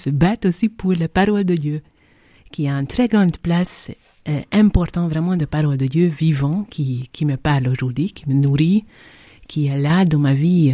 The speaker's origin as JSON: {"language": "French", "country": "Hungary", "tie": "born or raised there", "accent": "very mixed", "second_language": "French", "moved": "yes", "lives_now": "France", "said": "je suis la seule catholique dans ma famille. Et mes deux frères, ils sont tous les deux réformés. Et quand j'ai grandi plutôt en Hongrie, dans un régime communiste"}